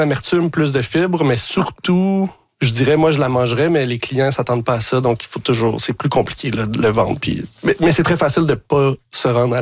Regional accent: Montreal, Quebec, Canada; je suis pas du tout quelqu'un de la campagne. J'ai grandi à Ville-Saint-Laurent, à Montréal.

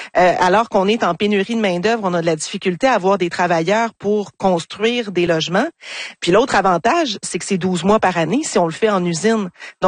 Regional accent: Quebec, Canada; La machine qui est installée chez nous en Abitibi

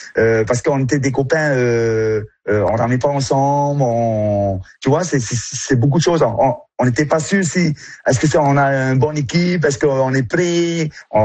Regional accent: French Polynesia; Ben, chez nous, en Polynésie

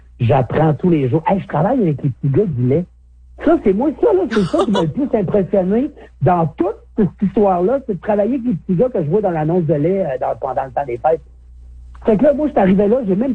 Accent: Quebec, Canada; moved away; Ben, quand j'étais jeune en Gaspésie

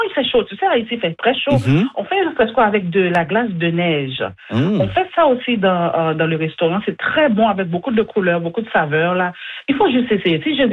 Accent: Montreal, Quebec, Canada; Moi, personnellement, quand j'arrivais en Acadie, c'est loin de Montréal. Je viens de Montréal, mm-hmm. en plus.

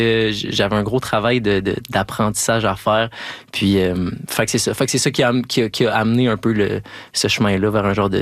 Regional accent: Quebec City, Quebec, Canada; now in Montreal, Canada; Ben, je viens de la ville de Québec.

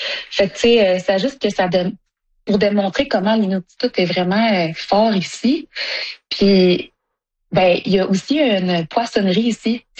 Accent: Sept-Îles, Quebec, Canada; born or raised there; moved away as an adult; now in Iqaluit, Canada

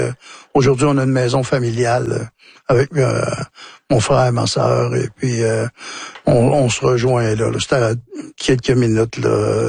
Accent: Wôlinak, Quebec, Canada; Mais depuis, je dirais, 8 ans, là, j'ai étudié la langue. Chez nous, à Wolinak, la langue avait été éteinte.

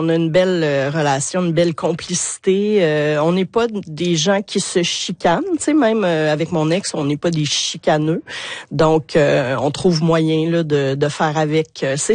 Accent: Quebec, Canada; J'ai grandi au Saguenay, où on était à cause du boulot de mon père, qui était le chef du département de biochimie à l'hôpital de Chicoutimi.

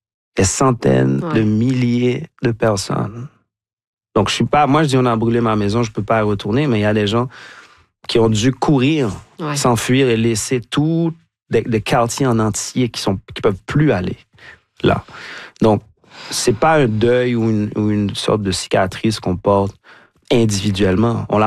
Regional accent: Haiti; born or raised there; moved away

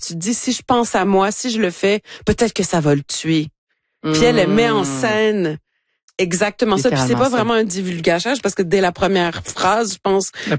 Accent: Chicoutimi, Quebec, Canada; je suis née au Saguenay, à Chicoutimi, j'ai grandi ici, je parle, ben, comme elle, on y reviendra, mais comme elle, je parle pas l'arabe.

